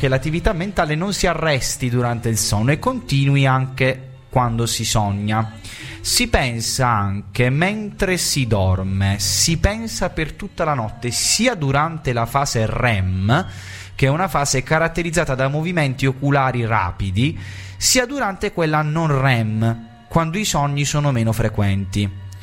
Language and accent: Italian; Apulia, Italy; nella mia terra, in Puglia